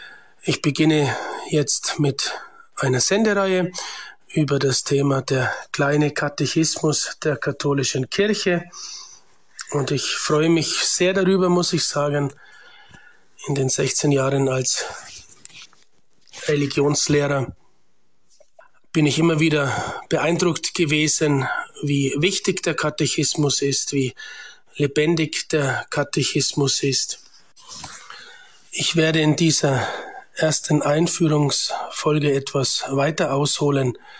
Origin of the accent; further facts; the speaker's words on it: Bayreuth, Bavaria, Germany; moved away as an adult; now in Liechtenstein; komme aus Deutschland ursprünglich, bin in der Diaspora geboren, aufgewachsen in Bayreuth in Oberfranken, geboren 1977 am 3.6.